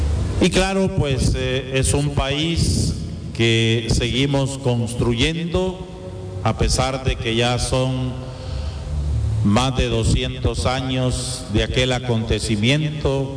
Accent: Guatemala; born there; por ser guatemaltecos, por haber nacido en esta patria, uno de los países más grandes de Centroamérica

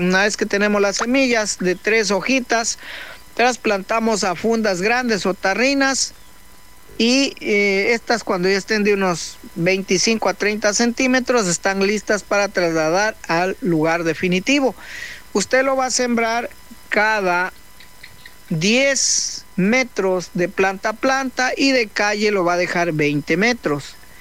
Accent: Ecuador; fíjense cómo somos los ecuatorianos.

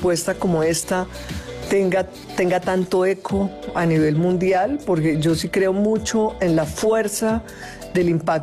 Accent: Colombia; yo soy colombiana.

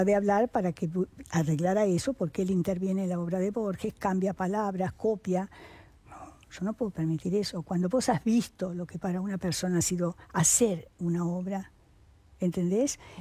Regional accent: Cuba; Yo soy cubano, soy abogado, yo no.

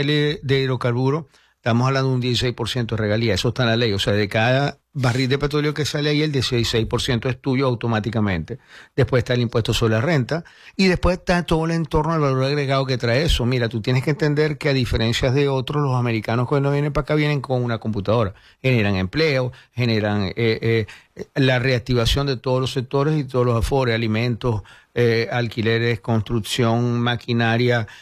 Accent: Venezuela; me gustaría leer las letras pequeñas del contrato como cualquier venezolano. Creo que este es el convenio más importante en los últimos 50 años que se han hecho en Venezuela.

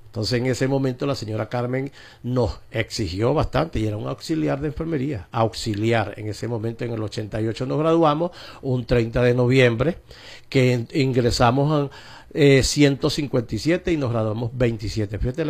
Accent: Guasdualito, Apure, Venezuela; mi pueblo de Guadalito

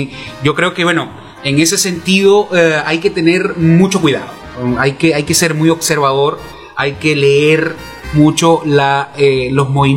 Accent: Venezuela; moved away as an adult; also born or lived in Zulia, Venezuela (studied at university)

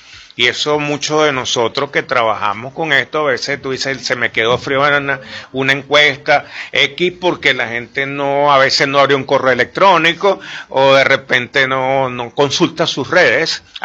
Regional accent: Venezuela; ¿cuántos venezolanos estamos ahorita en Venezuela?

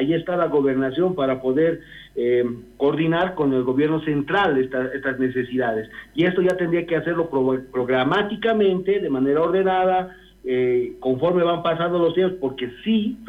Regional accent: Toledo, Oruro, Bolivia; yo también vengo del sector de Toledo

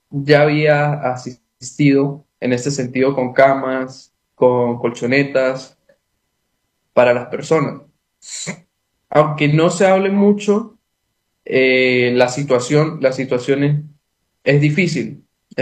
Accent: Venezuela; Eso fue muy llamativo para nosotros como venezolanos

